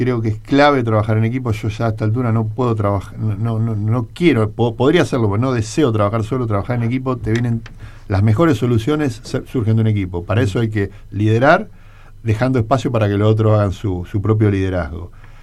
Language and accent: Spanish; Rosario, Santa Fe, Argentina; moved away as an adult; also born or lived in Miami, United States; Soy egresado de la UNR, sí. Acá de Rosario